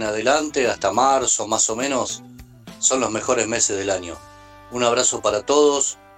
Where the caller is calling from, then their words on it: La Plata, Buenos Aires Province, Argentina; de la Ciudad de La Plata